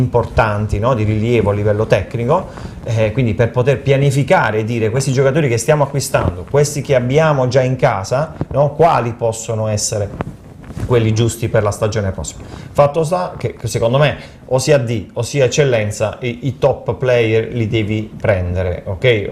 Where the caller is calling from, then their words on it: Taranto, Apulia, Italy; sono tarantino